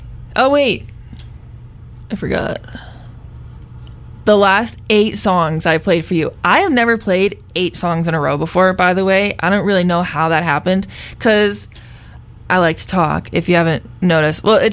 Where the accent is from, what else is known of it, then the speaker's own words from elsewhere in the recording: Averill Park, New York, United States; I live out in Avril Park. AP, class 2019